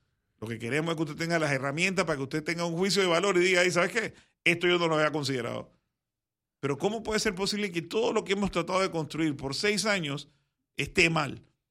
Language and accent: Spanish; Panama; Nosotros somos panameños igual que ustedes.